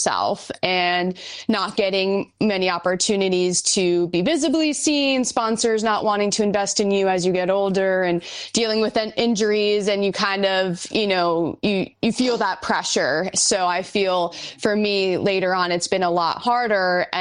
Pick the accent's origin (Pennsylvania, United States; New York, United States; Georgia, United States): New York, United States; I've played, fortunately, all four, but I'm from New York, so US Open is a special place to me, just in my backyard.